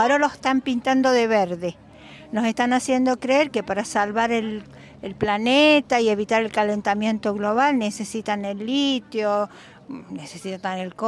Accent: Catamarca, Argentina; vengo de Catamarca.

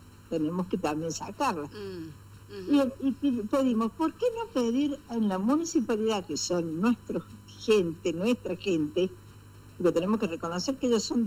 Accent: Villa Carlos Paz, Córdoba, Argentina; que somos de acá de Carlos Paz

